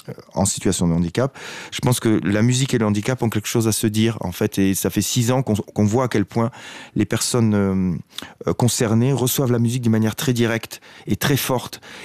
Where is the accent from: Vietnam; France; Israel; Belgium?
France; Occitanie; moi je suis des Hautes-Pyrénées, donc c'est un endroit où, voilà, c'est l'endroit où je suis né et où j'habite encore aujourd'hui d'ailleurs